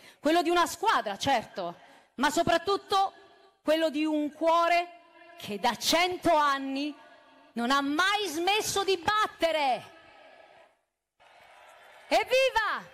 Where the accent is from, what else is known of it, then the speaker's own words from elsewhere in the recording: Naples, Campania, Italy; E io, da napoletana, sento un'emozione proprio difficile da raccontare.